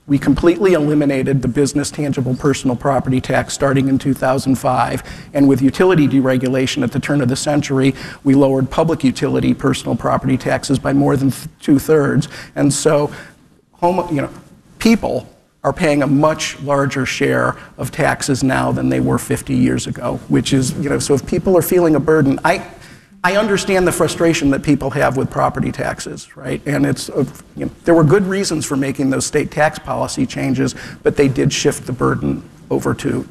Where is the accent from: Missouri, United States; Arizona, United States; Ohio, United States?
Ohio, United States; Cleveland Heights; And like I said, I grew up in Cleveland Heights. I know that there's not a lot of commercial property.